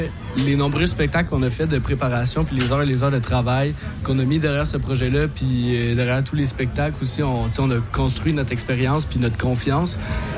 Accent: Quebec, Canada; accent: Quebec

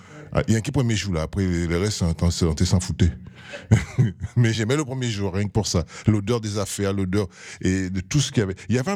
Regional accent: Les Abymes, Guadeloupe; moi, je suis de la Guadeloupe et l'école se trouvait. Moi, je suis des Abîmes, donc tous ceux qui connaissent les Abîmes, j'étais à côté du côté de Néré.

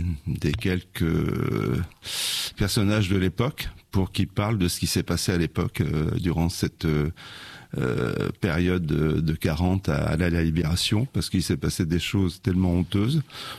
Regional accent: Auvergne-Rhône-Alpes, France; mon village natal dans l'Allier

